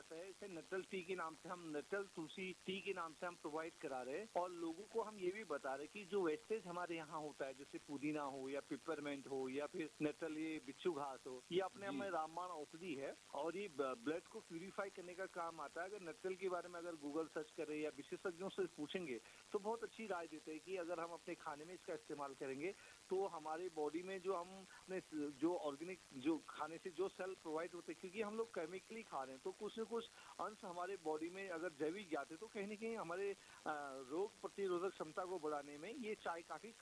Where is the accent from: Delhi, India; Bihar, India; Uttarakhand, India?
Uttarakhand, India; Baijnath; हमारा एक गांव चौसू जो बंगला हमारा गांव है